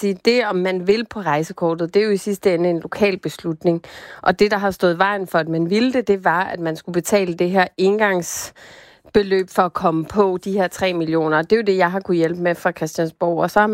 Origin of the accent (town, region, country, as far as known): Bornholm, Capital Region of Denmark, Denmark